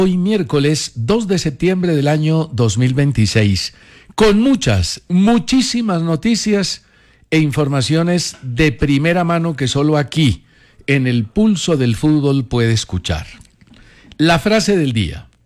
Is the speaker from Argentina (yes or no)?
no; Colombia; Ese no es un problema de Puerta, ese es un problema del mercado. Y es un problema de que somos colombianos.